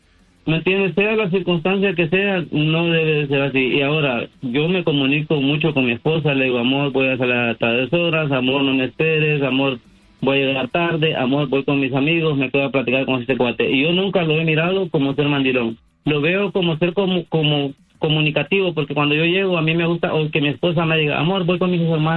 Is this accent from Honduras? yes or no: yes; Honduras; Sí, soy hondureño.